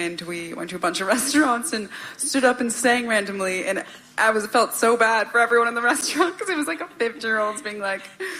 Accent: Boston, Massachusetts, United States; I'm from Boston. I don't know if anyone here is from Boston, but okay. I love that. It's about leaving home and leaving Boston and going to a new place.

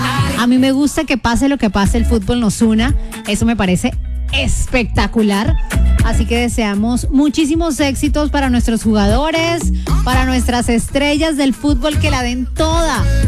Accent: Colombia; estamos a pocas horas de vivir un momento maravilloso para nosotros como colombianos

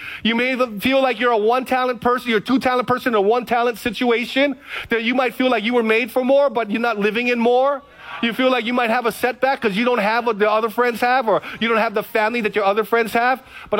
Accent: Hawaii, United States; now in Kaneohe, United States; I like rain. I'm from the Big Island, FBI. Kaneohe, I'm in Kaneohe, get plenty of rain.

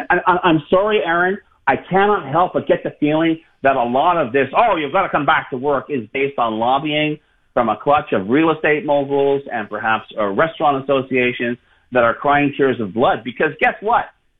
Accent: Montreal, Quebec, Canada; There was a time I really was proud to say I was from Montreal. There was a time I looked at Montreal and said, man, this is a great place. This is a mark. There is no other place like this on earth.

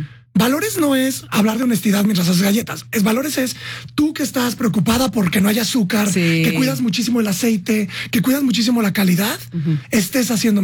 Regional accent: San Luis Potosí, Mexico; born there; yo soy un tipo normal, nací en San Luis Potosí, en una casa normal

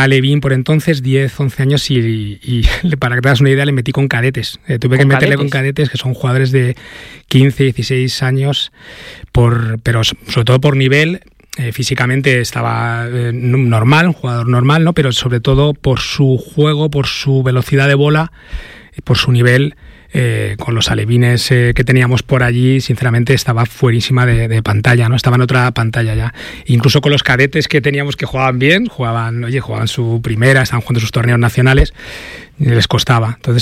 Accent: Leganés, Community of Madrid, Spain; da la coincidencia que también soy de Leganés, entonces le conozco, soy de Leganés

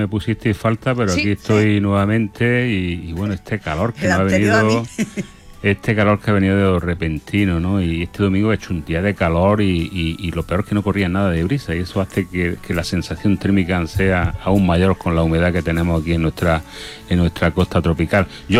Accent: Almuñécar, Andalusia, Spain; moved away; Llevaba ya mucho tiempo sin visitar mi ciudad natal, que es Almuñécar

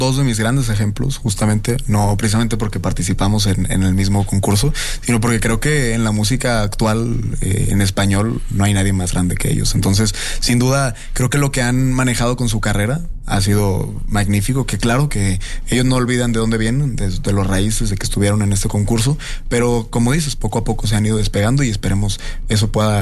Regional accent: Monterrey, Nuevo León, Mexico; yo soy de Monterrey, Nuevo León.

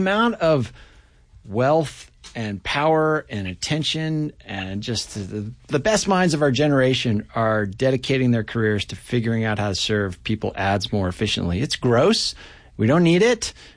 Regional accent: New Hampshire, United States; I grew up in New Hampshire, which is next to Vermont.

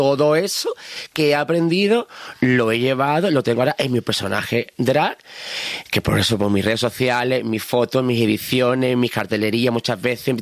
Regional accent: Cádiz, Andalusia, Spain; born there; also born or lived in San Fernando; aunque nací en Cádiz, pero toda mi infancia la viví en Alcadroga Azul, que es un pueblo de Cádiz. Luego ya después de bachillerato y tal, me mudé a San Fernando, a la isla, a la de Cádiz.

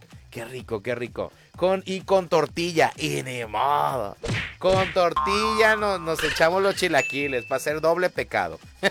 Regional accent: Comala, Colima, Mexico; moved away; allá por mi pueblo

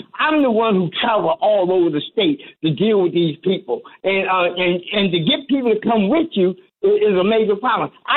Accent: Detroit, Michigan, United States; growing up in Detroit.

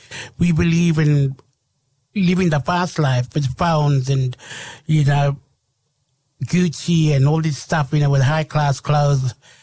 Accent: Australia; For us Indigenous people

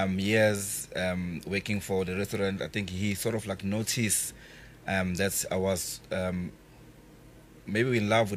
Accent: Durban, KwaZulu-Natal, South Africa; also born or lived in Mapumulo, KwaZulu-Natal; I am from KZN, KwaMashu, born and raised.

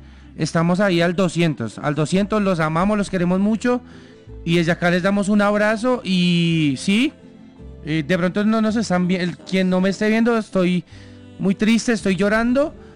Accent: Colombia; somos unos tesos todos como colombianos.

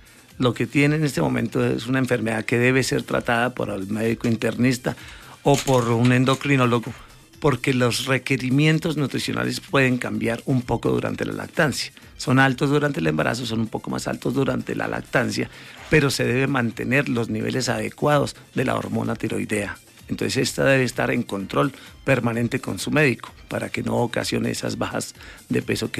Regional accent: Duitama, Boyacá, Colombia; yo soy de Duitamense, salí de acá para hacer mis estudios y volví en el 1991. Ya llevo 35 años de pediatra aquí en el municipio.

